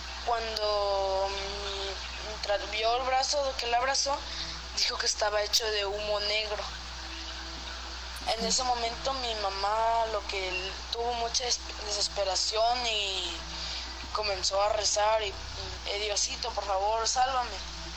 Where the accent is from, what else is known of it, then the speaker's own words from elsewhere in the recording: Coatzacoalcos, Veracruz, Mexico; Soy de Coatzacoalcos, Veracruz.